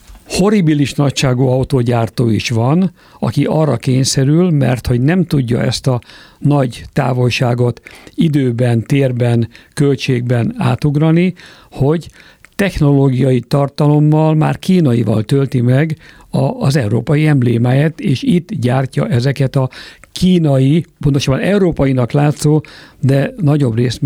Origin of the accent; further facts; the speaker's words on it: Hungary; Mi magyarok vagyunk